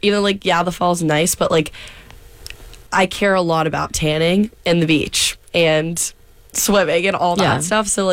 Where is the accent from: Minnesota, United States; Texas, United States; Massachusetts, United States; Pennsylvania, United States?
Massachusetts, United States; I'm from Massachusetts.